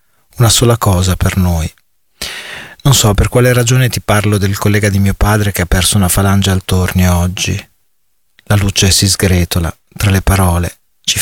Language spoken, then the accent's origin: Italian; Bologna, Emilia-Romagna, Italy; now in Ferrara, Italy; sono di Bologna in realtà, anche se vivo a Ferrara